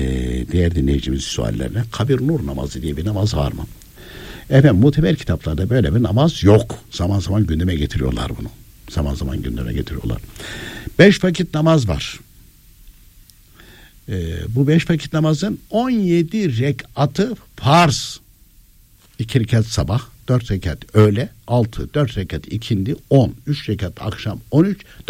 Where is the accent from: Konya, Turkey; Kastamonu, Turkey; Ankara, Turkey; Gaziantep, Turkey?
Konya, Turkey; ben de kendim Konyalıyım.